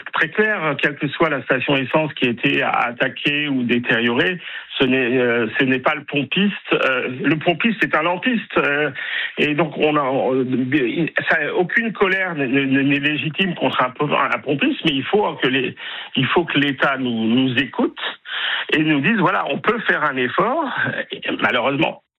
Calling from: Grand Est, France; Je suis alsacien

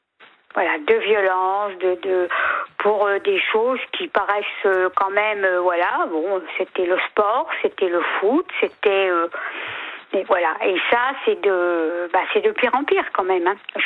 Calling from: Nouvelle-Aquitaine, France; Alors, je vous appelle à côté de Poitiers.

